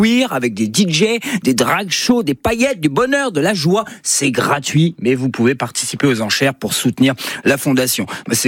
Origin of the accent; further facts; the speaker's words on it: Hauts-de-France, France; parce que je viens du Nord.